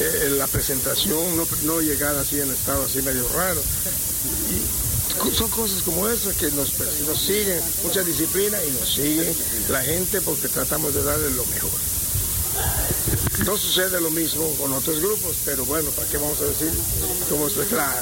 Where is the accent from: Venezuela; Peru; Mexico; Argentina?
Mexico; Yucatán; Y los trovadores yucatecos que de aquí, de la península, no sé qué respiramos o qué comemos, pero así sale.